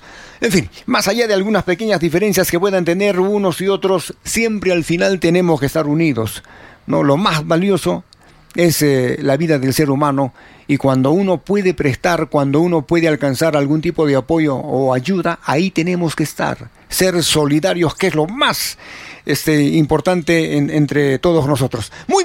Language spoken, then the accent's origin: Spanish; Peru